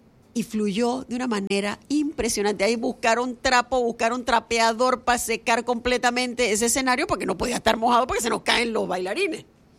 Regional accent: Panama; Yo me siento como panameña

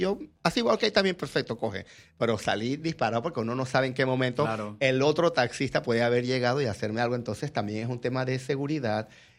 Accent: Panama; yo no sé que soy panameño.

